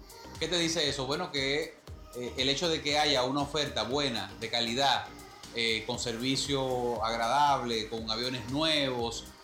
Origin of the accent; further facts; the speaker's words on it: Dominican Republic; una sonrisa, eso que tanto nos caracteriza como dominicanos